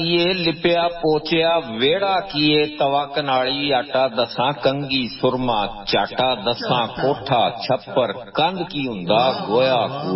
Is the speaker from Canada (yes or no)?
no; Punjab, Pakistan; میں پنجابی ہاں، میں پنجابی دے وچ ہی لکھنا وا تے پنجابی نال پیار کرنا وا